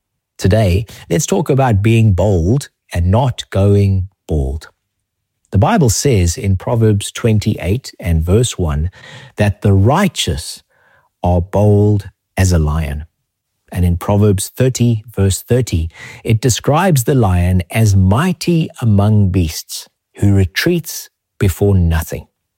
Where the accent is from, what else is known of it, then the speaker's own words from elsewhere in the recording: Zimbabwe; accent: Zimbabwe; I grew up in Zimbabwe